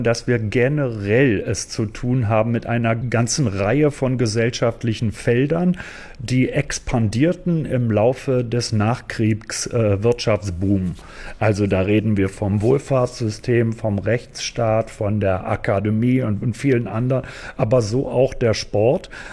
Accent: Berlin, Germany; Also ich bin selber aus Berlin

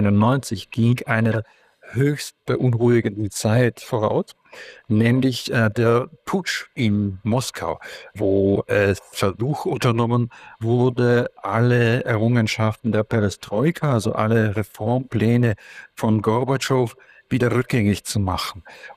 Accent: Ivano-Frankivsk, Ivano-Frankivsk Oblast, Ukraine; Ich war in meiner Heimatstadt Ivano-Frankivsk im alten Stanislau.

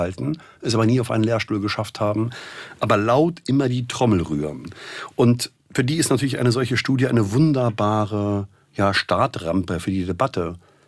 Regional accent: Rostock, Mecklenburg-Vorpommern, Germany; Also ein Beispiel Steffen Mau, der kommt aus Rostock, aus meinem Heimatland, aus meiner Heimatstadt

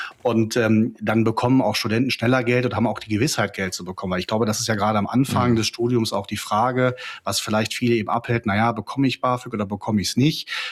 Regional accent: North Rhine-Westphalia, Germany; wenn für ganz Ostwestfalen-Lippe, meine Heimatregion, jedes Jahr da über 500.000 Papierseiten ausgedruckt werden müssen

